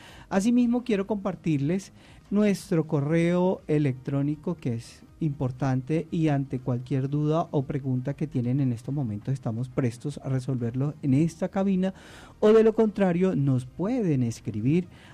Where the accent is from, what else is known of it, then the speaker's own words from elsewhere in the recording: Colombia; nosotros como colombianos